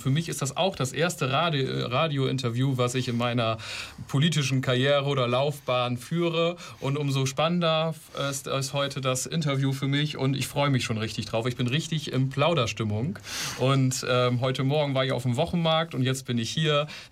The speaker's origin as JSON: {"language": "German", "town": "Ihlow", "region": "Lower Saxony", "country": "Germany", "tie": "born or raised there", "said": "dann bin ich groß geworden in der Gemeinde Ilo."}